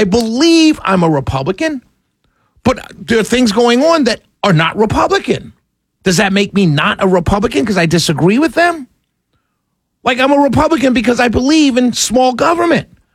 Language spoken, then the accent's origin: English; New York, United States; I know I'm African-American. I know I'm from New York. I know I'm a male.